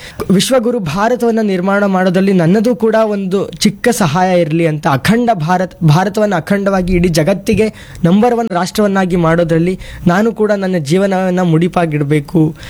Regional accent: Hanumanalu, Karnataka, India; ನಮ್ಮ ಊರು ಇಲ್ಲೇ, ಇಲ್ಲಿಂದ 1/2 ಗಂಟೆ, ಇಲ್ಲಿಂದ 25 ಕಿಲೋಮೀಟರ್ ಇದೆ, ಬನ್ನೂರ್ ಅಂತ. ಬನ್ನೂರ್ ಹತ್ರ ಹನುಮನಾಳು ನಮ್ಮೂರು.

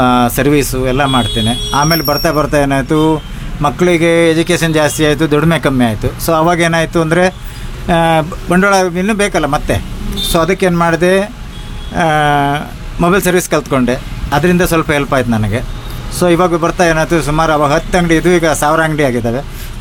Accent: Shivamogga, Karnataka, India; ಇಲ್ಲೇ ಶಿವಮೊಗ್ಗದಲ್ಲೇ ನಾನು ಹುಟ್ಟಿದ್ದು. ನನ್ನ ವಿದ್ಯಾಭ್ಯಾಸ ಎಲ್ಲ ಶಿವಮೊಗ್ಗನೇ

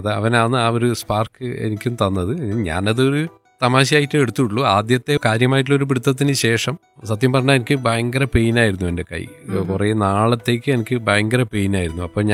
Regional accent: Taliparamba, Kerala, India; born or raised there; now in Ariyil, India

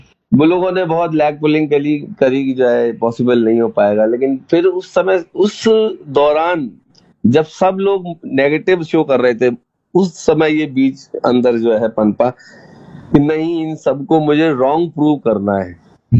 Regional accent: Mathura, Uttar Pradesh, India; born there; फिर six seventh class से हम लोगों ने मथुरा शिफ्ट हो गए। हम लोग फिर मेरा उसके बाद की सारी एजुकेशन मथुरा में हुई।

